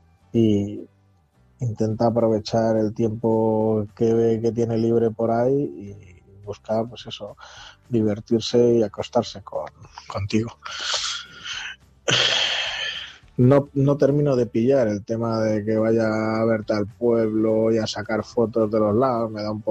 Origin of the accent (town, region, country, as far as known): Palencia, Castile and León, Spain